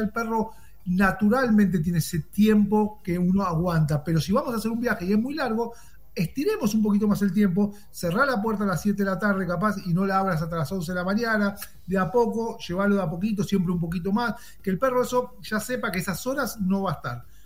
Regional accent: Argentina; now in Miami, United States; Sí, argentino y italiano, tengo doble ciudadanía italiana, pero por una cuestión de placer, todos mis abuelos eran italianos y tengo mucho.

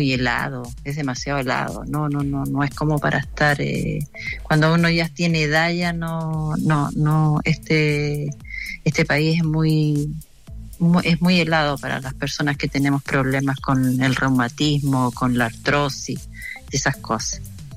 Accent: Quillota, Valparaíso, Chile; moved away as an adult; now in Sweden; Porque soy de Quillota y soy una fanática, he hecho mucho de menos.

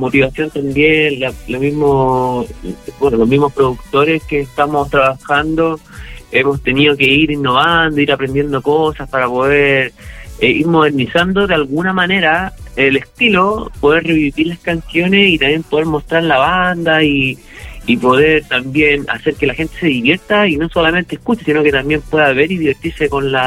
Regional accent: Valparaíso, Chile; Somos oriundos de la zona centro. Ya, Somos directamente de Valparaíso y Viña del Mar.

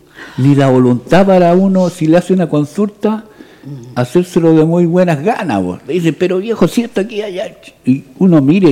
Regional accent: Quillota, Valparaíso, Chile; Somos quillotanos los dos, nacido y criado acá en Quillota, cerca de población también.

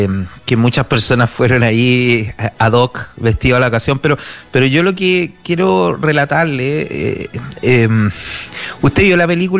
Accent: Valparaíso, Chile; Es que yo soy más porteño portaliano que porteño hippie.

